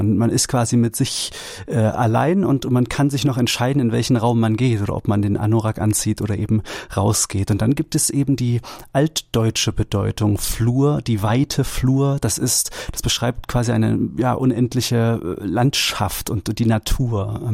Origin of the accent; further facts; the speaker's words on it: Thuringia, Germany; Also ich bin ein Kind des Waldes, kann man so sagen. Ich bin im Eichsfeld aufgewachsen. Das ist eine sehr ländliche Region im Norden Thüringens. Und da war ich Sohn eines Försters und immer draußen im Wald, so oft es ging.